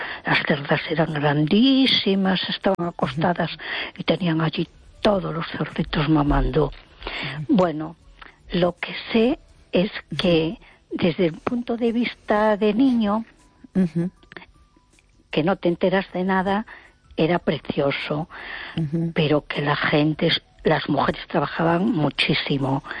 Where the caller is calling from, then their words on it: A Coruña, Galicia, Spain; de Coruña.